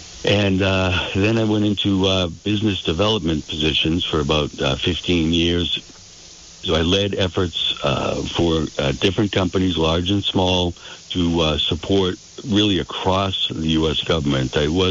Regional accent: Dorchester, Massachusetts, United States; moved away as an adult; also born or lived in Boston, Massachusetts; now in Vermont, United States; I was born in Dorchester, Boston, and public schools, Massachusetts, Newton, and Westwood High School. 18 years old

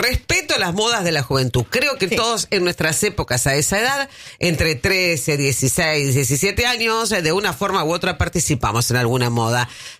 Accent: Salta, Argentina; Bueno, a ver, buenas tardes … de Salta.

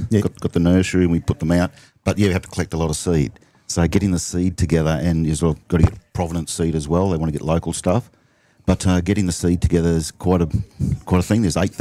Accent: Queensland, Australia; moved away as an adult; now in Canberra, Australia; I'm from Maranoa River. I'm a Goongarie. Roma, Mitchell, Maranoa River sort of country. But, yeah, come down to Canberra, join the army.

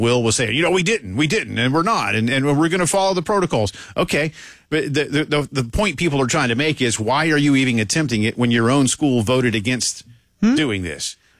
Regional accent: Columbia, South Carolina, United States; Y'all, I grew up in Columbia, South Carolina.

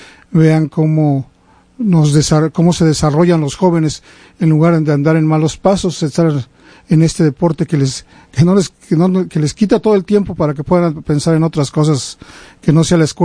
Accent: Jocotitlán, State of Mexico, Mexico; now in Washington, United States; Yo soy del estado de México, de un pueblo que se llama Jocotitlán.

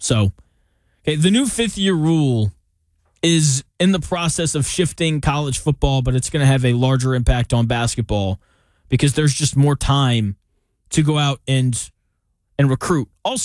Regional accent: the South, United States; I grew up in the South.

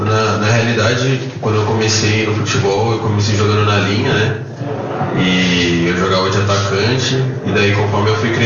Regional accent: Campinas, São Paulo, Brazil; also born or lived in Ribeirão Preto; sou nascido em Ribeirão Preto, mas moro em Campinas desde pequeno. Minha família toda é daqui de Campinas.

